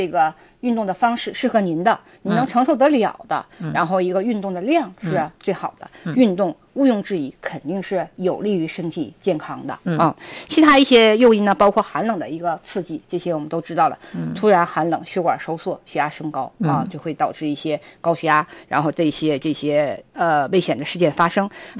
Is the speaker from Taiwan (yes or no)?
no; Northeast China, China; 咱们东北人的习惯呢是夜间吃得很好